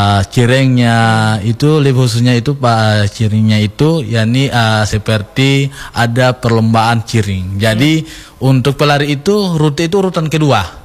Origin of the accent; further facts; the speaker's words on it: Gorontalo, Indonesia; saya orang Gorontalo